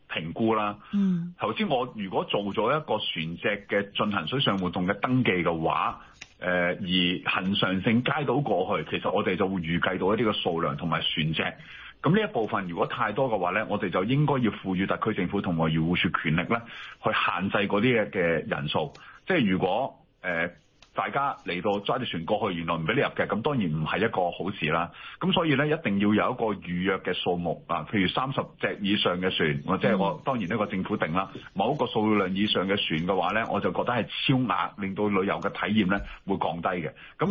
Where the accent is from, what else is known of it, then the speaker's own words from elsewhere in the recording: Hong Kong; 系咪我哋香港人其实我哋自己会規劃自己行程嘅